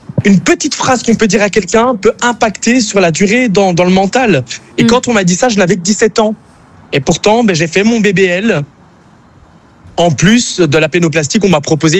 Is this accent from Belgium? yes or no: yes; Brussels, Belgium; Ils m'ont rappelé parce que oui, je suis belge. Oui. Je viens de Bruxelles.